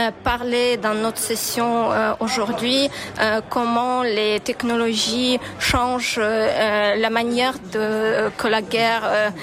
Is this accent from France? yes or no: no; Ukraine; French is a second language; je suis ukrainienne